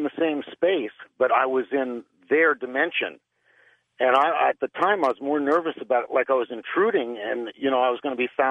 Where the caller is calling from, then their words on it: Los Angeles, California, United States; calling from Los Angeles.